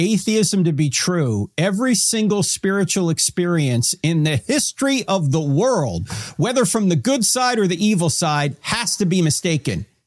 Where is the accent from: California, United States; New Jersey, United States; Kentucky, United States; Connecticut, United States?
New Jersey, United States; because look, I'm from New Jersey, and people in New York City would consider upstate like Westchester